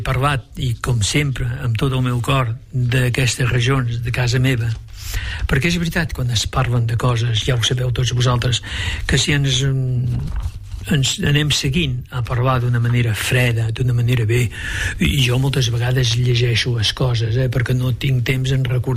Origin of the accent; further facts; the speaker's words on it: Aragon, Spain; moved away; m'he criat a la Franja de Ponent, en aquestes terres formidables en què el català el volien proscriure.